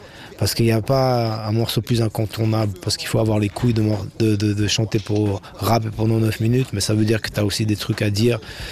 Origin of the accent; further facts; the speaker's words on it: Estonia; French is a second language; now in France; Ouais, mais tu vois, j'avais vraiment un sale accent aussi, parce que je venais d'Estonie, j'apprenais le français sur le tas